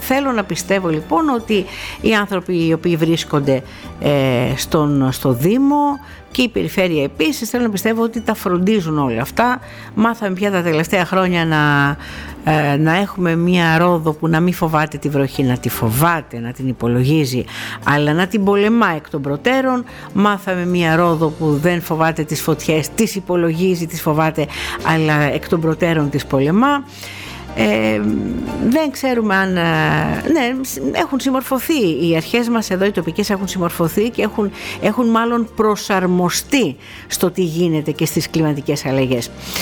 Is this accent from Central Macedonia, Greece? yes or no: no; Rhodes, South Aegean, Greece; Έχουμε και εγώ τηλεφωνήματα από την ιδιαίτερη πατρίδα μου